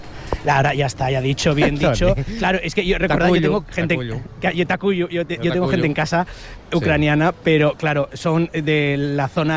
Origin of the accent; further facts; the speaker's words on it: Catalonia, Spain; Recordem que som catalans i hem d'estalviar.